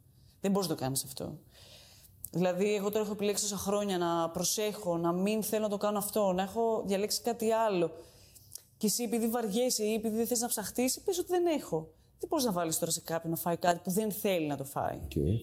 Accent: Greece; also born or lived in Italy; ελληνική κουζίνα είναι ο τόπος μου, είναι η γεύση μου. Δεν μπορεί να φύγει ποτέ αυτό από πάνω μου, έτσι μεγάλωσα.

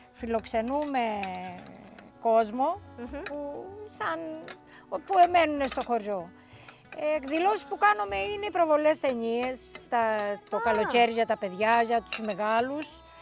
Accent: Greece; born there; also born or lived in Magarikari (birthplace, ASR spelling uncertain) / Germany; Ναι, αυτό ναι, εδώ είναι το χωριό μου.

